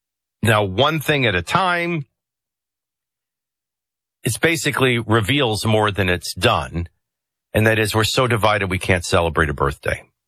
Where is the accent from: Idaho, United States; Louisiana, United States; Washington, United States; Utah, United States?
Louisiana, United States; New Orleans; This seafood bar at the Breakers was unbelievable, and I'm from New Orleans.